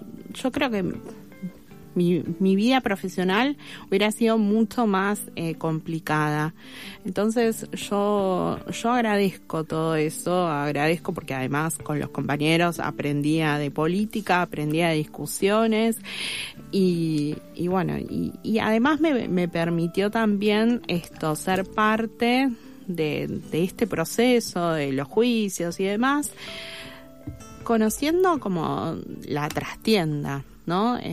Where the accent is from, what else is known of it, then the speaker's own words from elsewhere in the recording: Remedios de Escalada, Buenos Aires Province, Argentina; yo soy nacida, criada y todo en Remedios de Escalada y soy nieta de un obrero ferroviario, o sea, tengo todo, soy el manual de escaladense.